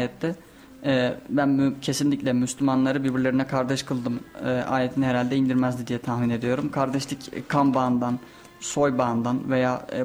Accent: Çankırı Province, Turkey; Aslen Çankırlıyım.

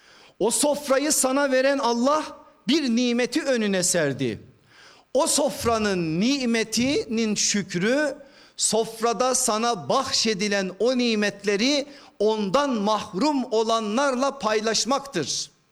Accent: Erzurum, Turkey; Ben Erzurumluyum, biraz önce de söyledi kardeşimiz.

